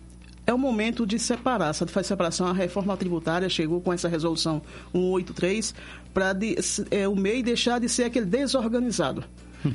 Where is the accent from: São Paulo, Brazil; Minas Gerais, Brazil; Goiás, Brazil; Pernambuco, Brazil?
Pernambuco, Brazil; Recife; moved away as an adult; now in Curitiba, Brazil; Eu sou de Recife, né, na realidade.